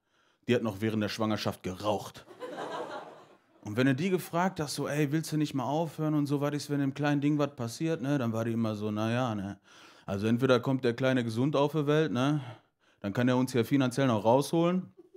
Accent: North Rhine-Westphalia, Germany; Wir sind zwar nicht alle aus dem Ruhrpott, wo ich herkomme, aber wir kommen alle aus NRW.

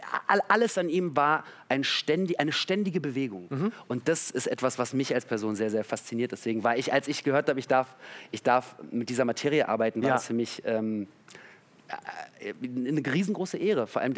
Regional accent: Berlin, Germany; und ich bin in Berlin aufgewachsen

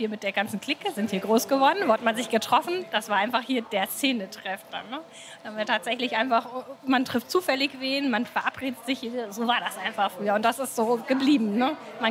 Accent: Düsseldorf, North Rhine-Westphalia, Germany; now in Munich, Germany; Genau, ich bleibe ja Düsseldorferin, ne? Und das Erste, was wir machen ist, wenn wir aus München anreisen

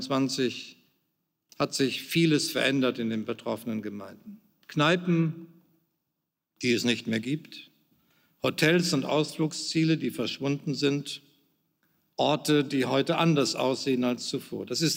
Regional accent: North Rhine-Westphalia, Germany; ich komme selbst aus Nordrhein-Westfalen, kenne die Menschen hier im Land

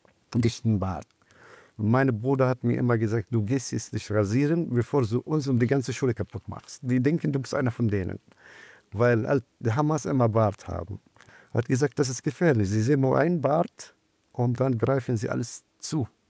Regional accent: Gaza, Gaza Governorate, Palestine; German is a second language; now in Germany; Gaza bleibt in meinem Herzen Gaza, meine Heimat. Und meine Stadt, wo ich ganz gerne wiedersehen möchte.

